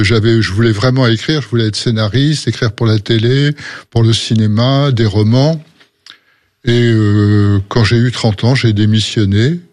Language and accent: French; Paris, Île-de-France, France; born there; also born or lived in Algeria; j'ai suivi ma mère qui avait divorcé quand j'étais très très jeune. Elle s'est remariée en 1955 à Paris, donc depuis 1955, je suis parisien.